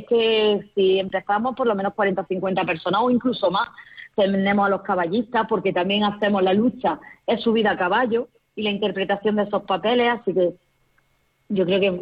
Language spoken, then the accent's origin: Spanish; Molvízar, Andalusia, Spain; yo invito no solo a la gente alrededor de mi pueblo, sino a toda la provincia y a toda Andalucía, si me está escuchando, gente de fuera de Granada, porque yo creo que Molvízar está en un entorno y en un enclave privilegiado